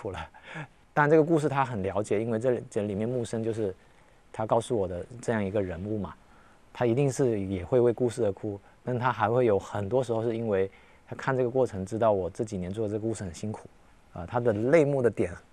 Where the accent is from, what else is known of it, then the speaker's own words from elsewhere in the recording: Chaoshan, Guangdong, China; 我作为在这片土地长大的一个孩子